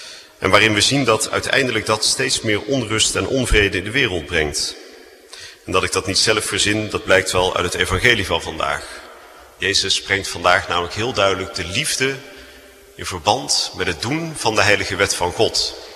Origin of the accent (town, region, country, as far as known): Netherlands